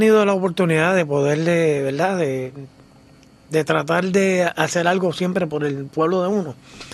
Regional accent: Puerto Rico; moved away as an adult; now in Villalba, Puerto Rico; Soy natural de Juanadía.

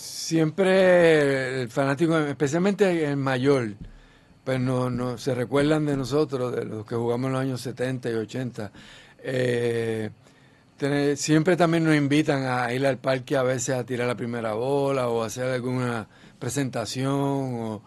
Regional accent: Puerto Rico; moved away; en Puerto Rico yo me crié con toda clase de seres humanos

